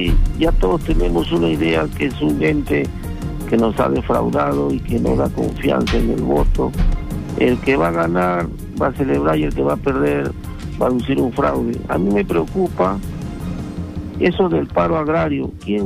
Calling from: Ica, Peru; Desde ICA.

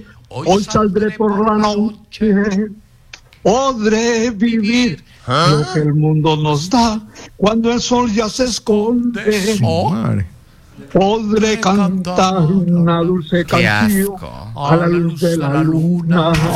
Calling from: Huacho, Lima, Peru; Llamo desde Huacho, la tierra de las altitas.

